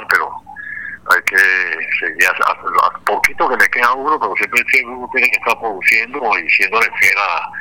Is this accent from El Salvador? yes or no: no; Caracas, Capital District, Venezuela; moved away; Yo soy caraqueño y me crié en el velódromo